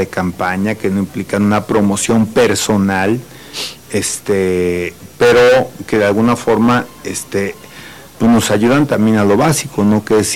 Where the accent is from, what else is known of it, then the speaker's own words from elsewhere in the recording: Querétaro, Mexico; born there; yo soy queretano, yo aquí nací, soy de varias generaciones, yo no sé hasta dónde llegan de queretanos